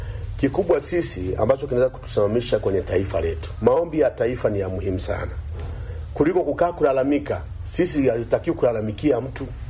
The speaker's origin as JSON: {"language": "Swahili", "country": "Tanzania", "said": "sisi ni Watanzania, na Tanzania yetu ndio Mungu ametupatia."}